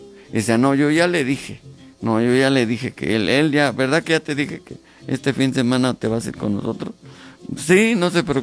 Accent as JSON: {"language": "Spanish", "town": "Zimapán", "region": "Hidalgo", "country": "Mexico", "tie": "born or raised there", "said": "yo llegando a Zimapán, a México, a Hidalgo, voy a cambiar el mundo. Y me vine por eso a mi pueblo"}